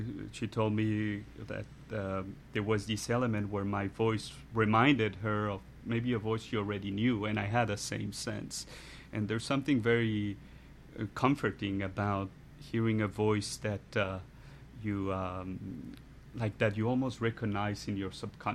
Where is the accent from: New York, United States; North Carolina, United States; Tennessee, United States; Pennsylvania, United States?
New York, United States; born there; I'm half French, half Mexican. I was born in New York.